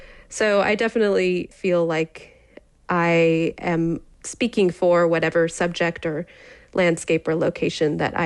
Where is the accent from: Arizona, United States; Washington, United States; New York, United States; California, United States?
California, United States; I grew up in California and with those amazing, incredible landscapes there.